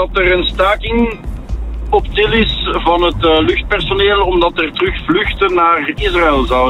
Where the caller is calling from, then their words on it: Leuven, Flanders, Belgium; uit Leuven.